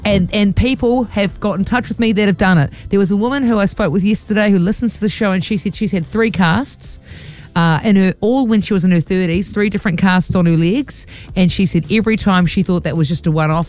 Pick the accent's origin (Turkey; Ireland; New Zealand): New Zealand; Dargaville, Northland; There'll be Kumaras. I'm from Dargaville.